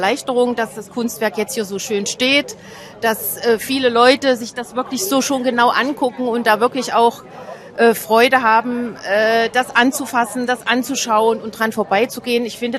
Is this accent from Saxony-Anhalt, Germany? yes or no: yes; Halle, Saxony-Anhalt, Germany; moved away as an adult; now in Naumburg, Germany; Wir sind ja ursprünglich aus Halle gekommen und 2003, nach unserer beider Ausbildung, haben wir uns auf den Weg gemacht, ja, wo lassen wir uns nieder